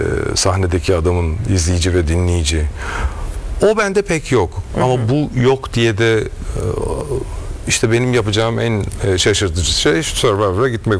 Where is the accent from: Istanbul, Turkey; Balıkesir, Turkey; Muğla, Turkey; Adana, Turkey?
Muğla, Turkey; Milas; now in Bodrum, Turkey; Evet, ben Milaslıyım gerçi, Milas doğumluyum ama.